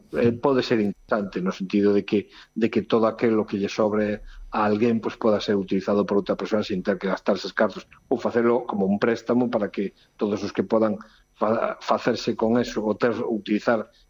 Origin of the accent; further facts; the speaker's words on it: Lugo, Galicia, Spain; como no caso meu, que son de Lugo, e aquí temos o San Froilán